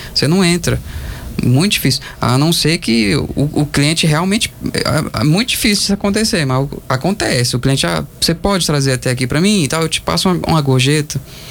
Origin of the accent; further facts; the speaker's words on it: São Paulo, Brazil; Porque eu vim de São Paulo, lá a gente não tem essa cultura, né?